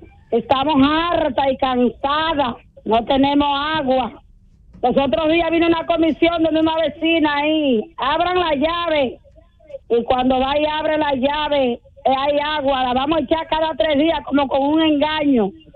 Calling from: Santo Domingo, Distrito Nacional, Dominican Republic; Estoy llamando desde Villa Aragua.

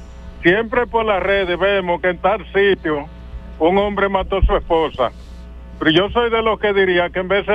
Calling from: La Descubierta, Independencia, Dominican Republic; La tormenta seca, la descubierta, ….

